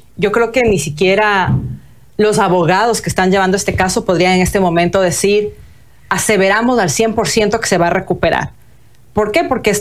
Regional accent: Ecuador; cuando el proceso ya se ha diluido hasta en las memorias de nosotros como ecuatorianos.

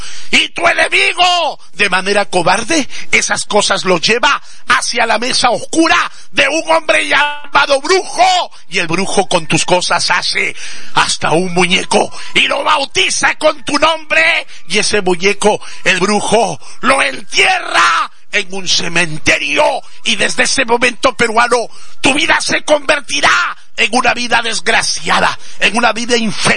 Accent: Mexico; Pero nosotros, como espiritistas, como macumberos mexicanos que somos

